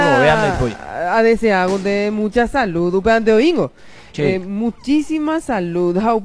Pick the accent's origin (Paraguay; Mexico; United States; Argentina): Paraguay; nos merecíamos como todo paraguayo